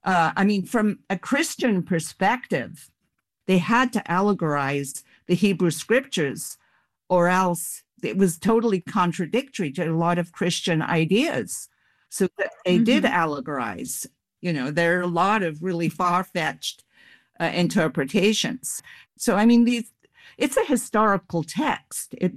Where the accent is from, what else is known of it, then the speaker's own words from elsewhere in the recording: United Kingdom; moved away; See, I was raised in Britain.